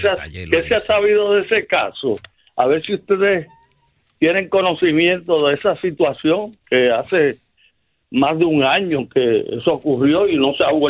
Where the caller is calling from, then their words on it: San Juan, Puerto Rico; de Río Piedra.